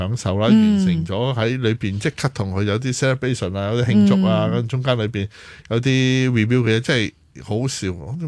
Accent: Hong Kong; 但係都市人作為香港人嘅我哋

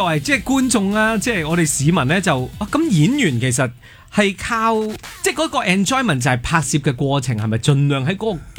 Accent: Hong Kong

